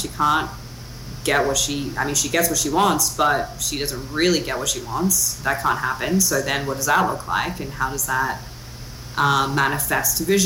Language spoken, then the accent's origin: English; Sydney, New South Wales, Australia; And it also made me think about when I was a teenager growing up in Sydney, And, you know, I think Australia's got a very complicated history.